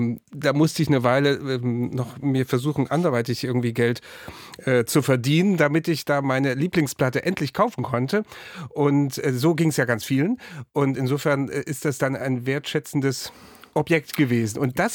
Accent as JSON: {"language": "German", "country": "Germany", "tie": "born or raised there", "said": "Ich bin ja in der DDR aufgewachsen."}